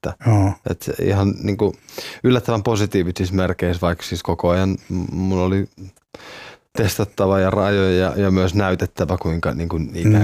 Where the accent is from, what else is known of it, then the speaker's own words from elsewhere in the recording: Kotka, Kymenlaakso, Finland; also born or lived in Pyhtää; now in Porvoo, Finland; Siis me asutaan nyt Porvoossa. Mä oon Kotkasta kotoisin.